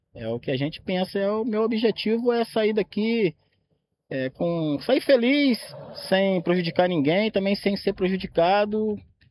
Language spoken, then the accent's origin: Portuguese; Bom Jesus do Itabapuana, Rio de Janeiro, Brazil; born there; also born or lived in Itaperuna; now in Juiz de Fora, Brazil; Eu sou nascido na cidade, né? Tenho orgulho de falar, de Bom Jesus do Itabapuana, né? Divisa com o Espírito Santo. E atualmente estou morando em Juiz de Fora, né? Morei em Itaperuna também